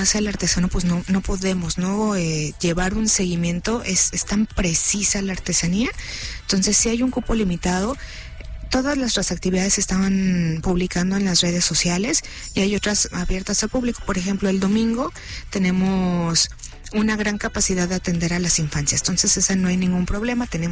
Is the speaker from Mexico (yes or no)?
yes; Mexico; muy lindo como mexicanos poder compartir toda nuestra riqueza cultural que tenemos.